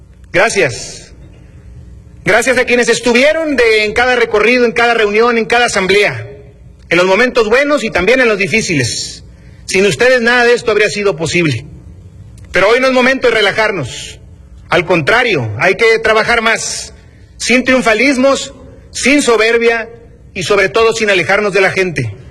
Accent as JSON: {"language": "Spanish", "region": "Baja California Sur", "country": "Mexico", "said": "un subcaliforniano profundamente orgulloso de su tierra y de su gente."}